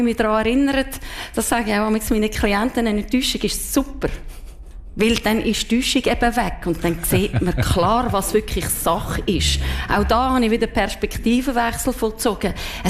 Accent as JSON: {"language": "German", "region": "Zurich", "country": "Switzerland", "accent": "Zurich German", "lives_now": "Solothurn, Switzerland", "said": "warum redest du Zürichdeutsch? Und ich so, das habe ich immer schon geredet."}